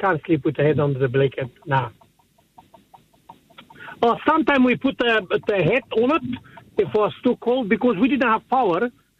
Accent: Romania; English is a second language; You remember I'm from Romania.

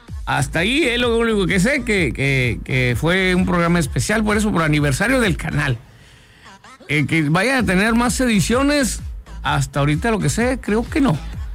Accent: Guaymas, Sonora, Mexico; moved away; yo de Guaymas

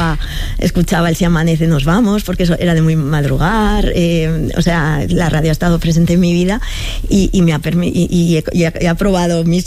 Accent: San Sebastián, Basque Country, Spain; Del que acaba de ganar la Copa del Rey, porque soy de Donostiarra

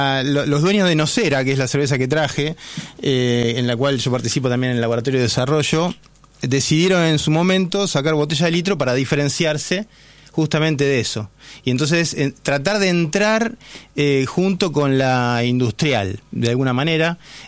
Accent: Quilmes, Buenos Aires Province, Argentina; Es la ciudad de la cerveza. Ahí estoy, hincha argentino de Quilmes, ¿eh?

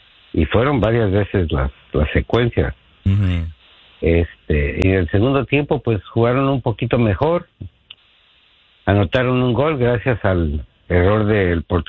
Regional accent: Mexico; Somos pocos los mexicanos. Y nada más andamos como cuatro con camiseta de México y todos los demás de rojo.

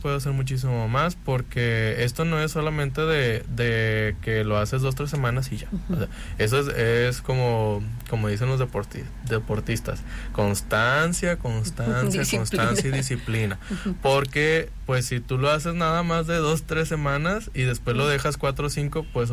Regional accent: Cuauhtémoc, Colima, Mexico; yo soy de Cuauhtémoc, yo vivo en Cuauhtémoc

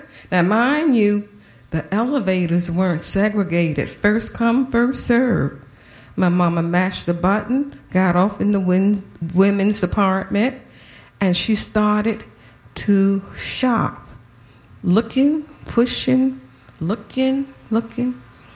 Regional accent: Savannah, Georgia, United States; I grew up in Savannah, Georgia, in the deep, deep South.

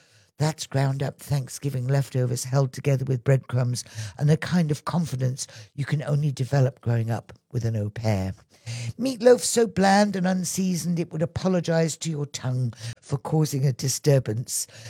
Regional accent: North Carolina, United States; I grew up in North Carolina, where meatloaf was what your mama made when payday was still 3 days away.

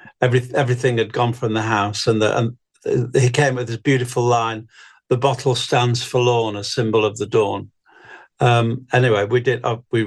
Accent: Manchester, North West England, United Kingdom; I grew up in Manchester, north of England.

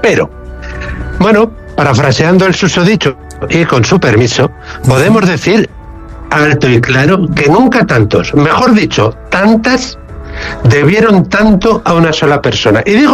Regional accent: Spain; somos españoles y los españoles tratamos así a nuestros próceres

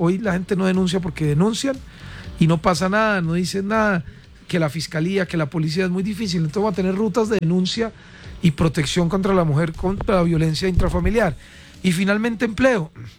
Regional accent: Caldas, Colombia; soy de Caldas y me la he luchado, he querido salir adelante con este esfuerzo de representar a mi departamento

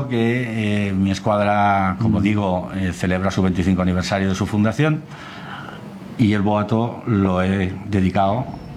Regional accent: Ibi, Valencian Community, Spain; Madre mía, soy de IBI, mi familia es de IBI de toda la vida.

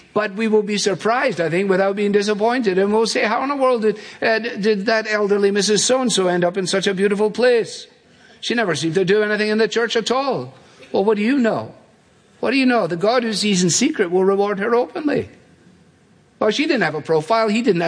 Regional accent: Scotland, United Kingdom; As a Scotsman, it appeals to me.

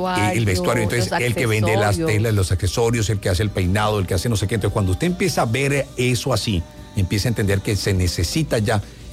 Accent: Barranquilla, Atlántico, Colombia; Bueno, yo no sé si la gente sabe, pero yo soy de Barrio Abajo.

